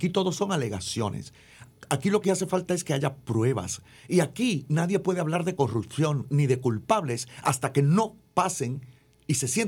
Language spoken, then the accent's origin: Spanish; Puerto Rico